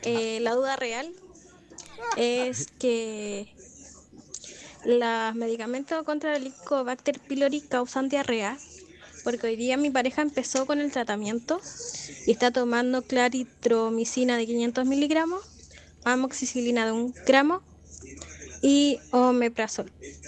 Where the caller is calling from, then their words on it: Quilpué, Valparaíso, Chile; de Quilpue.